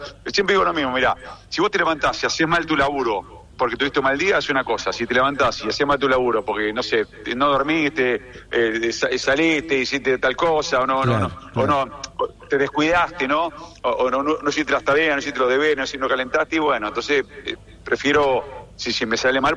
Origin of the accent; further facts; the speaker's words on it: Argentina; Que yo soy argentino, entonces relato como un argentino